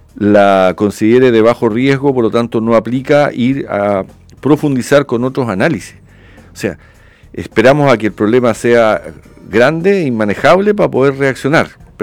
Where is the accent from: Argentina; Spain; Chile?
Chile; la triste experiencia que estamos teniendo como chilenos con la delincuencia importada